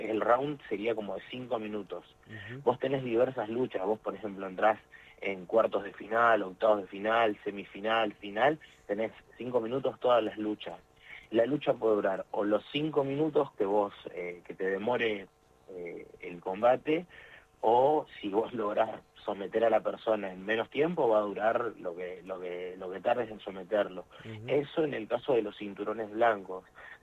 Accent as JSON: {"language": "Spanish", "region": "Tierra del Fuego", "country": "Argentina", "said": "no dejo de ser fueguino"}